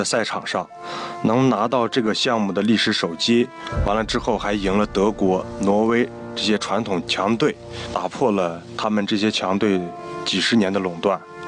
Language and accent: Chinese; Binzhou, Shandong, China; accent: Binzhou dialect; 土生土长的宾县人。